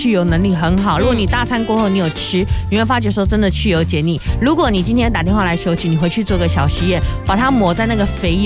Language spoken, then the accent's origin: Chinese; Taiwan; 其实我们台湾人最害怕的是什么？是大肠癌。